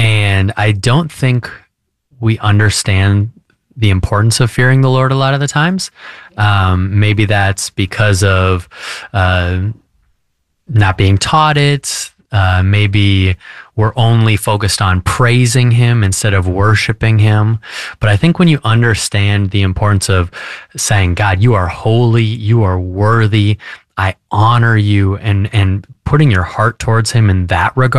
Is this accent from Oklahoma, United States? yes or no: no; Minneapolis, Minnesota, United States; I'm from Minneapolis.